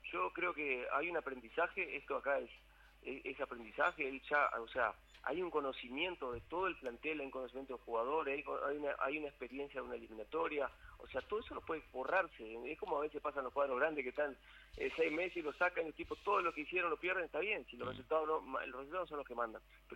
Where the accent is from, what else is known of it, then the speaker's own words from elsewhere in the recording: Uruguay; muy parecido a lo que somos nosotros los uruguayos.